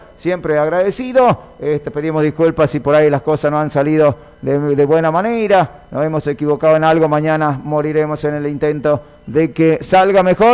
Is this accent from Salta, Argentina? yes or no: yes; Pluma de Pato, Salta, Argentina; esto fue el vivo de … humilde servidor de los pagos de mi querido Pluma del Pato, allá a la vera de la Ruta 81.